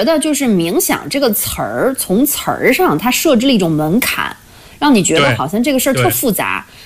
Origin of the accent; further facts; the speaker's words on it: China; 我们中国人